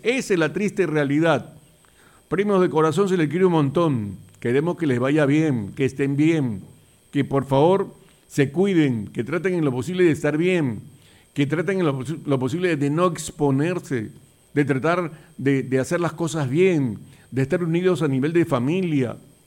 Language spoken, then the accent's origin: Spanish; Peru; Yo soy peruano y soy patriota y me considero patriota